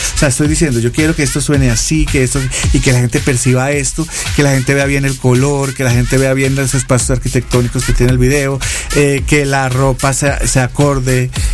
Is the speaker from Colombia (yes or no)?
yes; Colombia; No, y pasa algo chistoso y es que ustedes van y nos fascina el acento mexicano. Y venimos acá y a ustedes les gusta el acento colombiano.